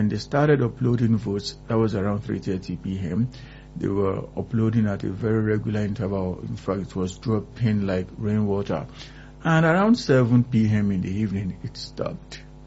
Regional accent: Osun, Nigeria; Because I am from Osun State, and my people actually did excellently well.

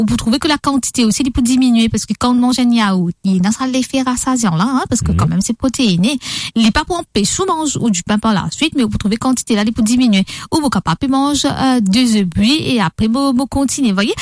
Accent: Mauritius; Alors, je suis mauricienne, hein. Nous connaissons très bien que nous, en tant que mauriciens, le premier repas, c'est quoi?

